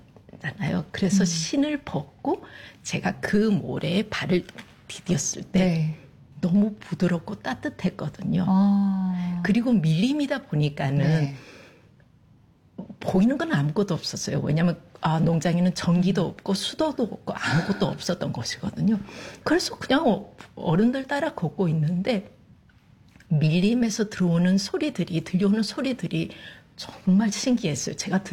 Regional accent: Paraguay; also born or lived in South Korea; now in Australia; 저는 한국에서 태어나고 남미 파라과이에서 자랐으며 그리고 인생의 한 40%를 호주에서 지내고 있는 그리고 커틴 대학교에서 한국학을 가르치고 있는

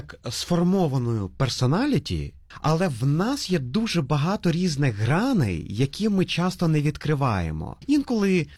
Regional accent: Kyiv, Ukraine; moved away as an adult; also born or lived in Perth, Australia; now in Melbourne, Australia; Я сам з Києва, народився в Києві.

